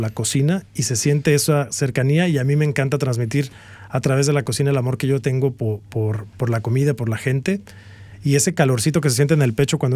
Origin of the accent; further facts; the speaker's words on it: Mexico; moved away as an adult; now in Canada; yo vengo de México.